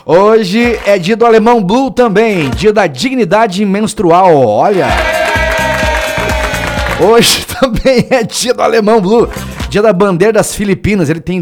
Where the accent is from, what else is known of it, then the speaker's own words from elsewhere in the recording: Francisco Beltrão, Paraná, Brazil; alô Francisco, Beltrão, minha terra, meu chão, meu lugar pra morar